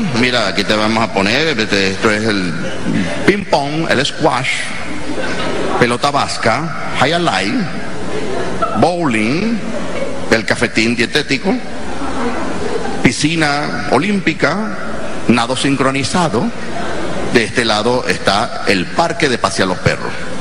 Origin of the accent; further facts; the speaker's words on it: Venezuela; nosotros como producto venezolano hemos viajado todo el mundo